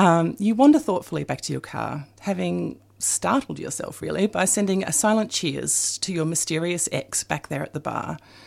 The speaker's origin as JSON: {"language": "English", "town": "Castlemaine", "region": "Victoria", "country": "Australia", "tie": "born or raised there", "said": "my hometown of Castlemaine"}